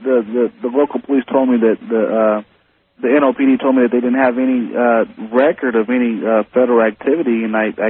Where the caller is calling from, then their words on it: New Orleans, Louisiana, United States; I'm calling from New Orleans, as a matter of fact.